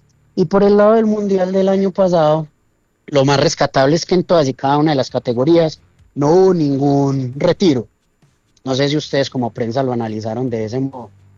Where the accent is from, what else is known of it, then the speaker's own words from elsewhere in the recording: Colombia; aquí hablo como un colombiano más